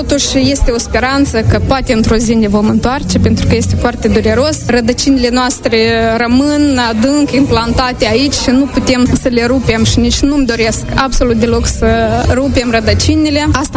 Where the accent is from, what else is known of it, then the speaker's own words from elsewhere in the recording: Lipnic, Ocnița District, Moldova; first language Romanian; moved away as an adult; now in France; Acolo m-am născut, acolo este casa bunicilor, casa părinților, avem și casa noastră acolo.